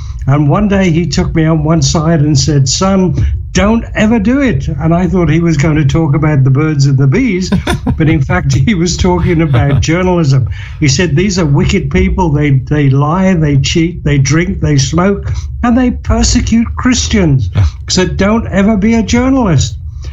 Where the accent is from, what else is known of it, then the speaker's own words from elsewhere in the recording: Nigeria; born there; I was born in Nigeria back in 1940. My mum and dad were from Liverpool, and they had actually met at a language school in a place called Minna in Nigeria, fell in love, got married in Kano, and I came along on December the 19th, 1940.